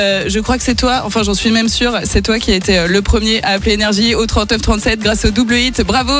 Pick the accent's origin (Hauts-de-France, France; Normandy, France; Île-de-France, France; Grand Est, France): Normandy, France; je suis normande. Je suis normande, Vincent.